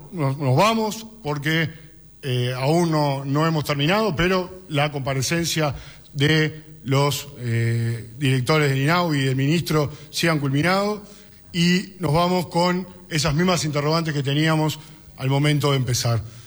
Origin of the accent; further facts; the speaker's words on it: Uruguay